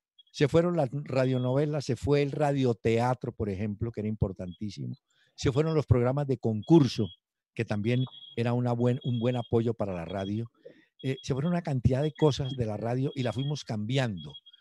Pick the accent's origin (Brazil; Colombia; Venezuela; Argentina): Colombia; Cali, Valle del Cauca; Pero realmente yo nací en Cali, pero la cercanía con el eje cafetero pues siempre me sirvió por la familia, por las costumbres, pero yo del barrio San Nicolás